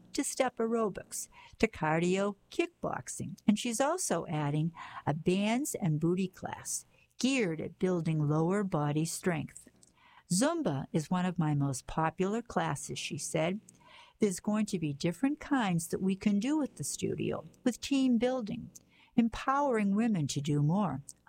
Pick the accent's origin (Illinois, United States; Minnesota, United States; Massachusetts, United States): Massachusetts, United States; Brockton